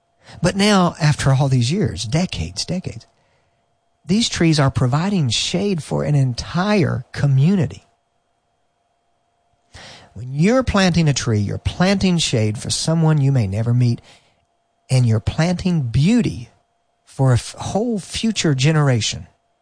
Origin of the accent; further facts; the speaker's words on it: the South, United States; In my hometown, there's a little community. It's very old. It was started probably 100 years ago, kind of a mill town. You know, in the South, there's a lot of mill towns.